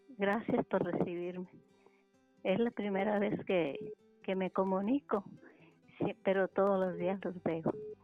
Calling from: Tamaulipas, Mexico; Tamaulipas.

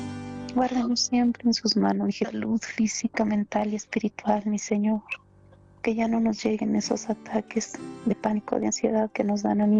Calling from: Fresnillo, Zacatecas, Mexico; De Fresnillo, Zacatecas

